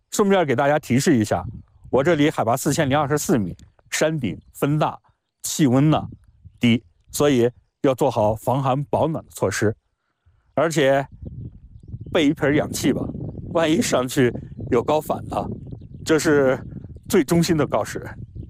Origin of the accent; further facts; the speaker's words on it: Qinghai, China; 咱们青海人